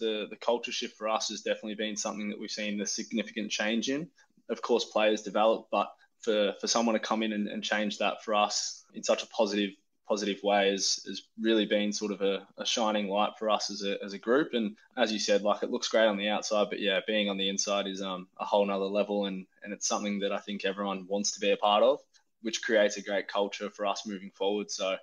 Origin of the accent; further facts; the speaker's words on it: Bendigo, Victoria, Australia; so my journey's I'm originally from Bendigo, Victoria.